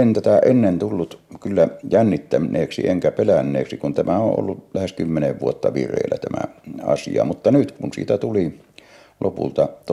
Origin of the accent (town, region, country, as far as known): North Ostrobothnia, Finland; born there